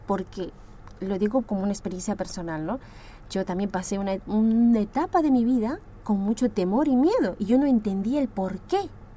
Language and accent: Spanish; Peru; Porque soy de América y soy de Perú.